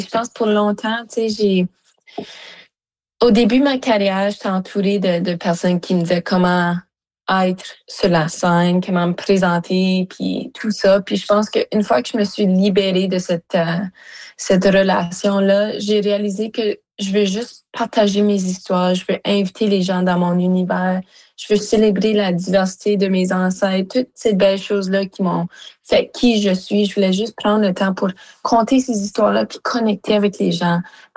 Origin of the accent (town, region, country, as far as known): Sudbury, Ontario, Canada; born or raised there